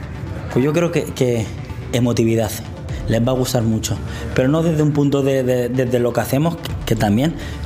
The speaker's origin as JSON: {"language": "Spanish", "town": "Madrid", "region": "Community of Madrid", "country": "Spain", "said": "Venimos de España, de Madrid."}